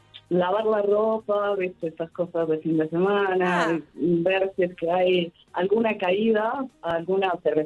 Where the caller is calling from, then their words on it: Ecuador; Yo de Ecuador